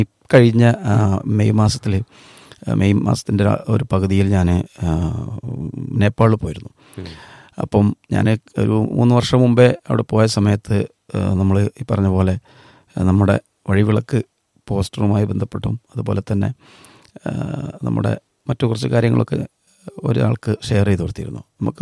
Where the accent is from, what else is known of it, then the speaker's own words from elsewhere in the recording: Kerala, India; നമ്മൾ മലയാളി ശ്രോതാക്കളായിട്ടുള്ള